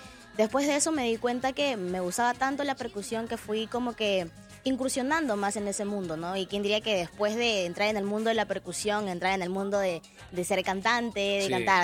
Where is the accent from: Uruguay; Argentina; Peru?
Peru; nosotros como peruanos debemos aprender